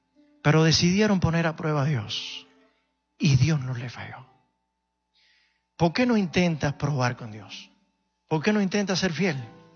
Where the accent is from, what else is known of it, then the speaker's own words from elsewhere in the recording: Cuba; moved away; En el año 1977, en Cuba, soy cubano, aunque alguno no lo haya notado.